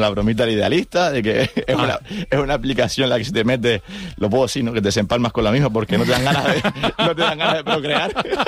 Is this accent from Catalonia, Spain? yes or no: no; La Matilla, Canary Islands, Spain; born there; Cuando nací en el 92, el año Fuerteventura, un 2 de mayo.